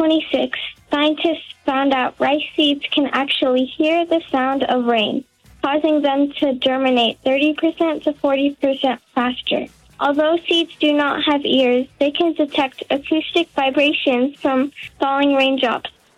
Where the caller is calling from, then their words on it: Grand Junction, Colorado, United States; I'm 12, and I go to Grand Mesa Middle School in Grand Junction.